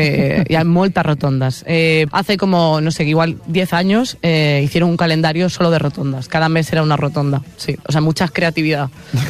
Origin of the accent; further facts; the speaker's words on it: Oleiros, Galicia, Spain; como habían venido a las fiestas de Santa Cruz, que es de mi pueblo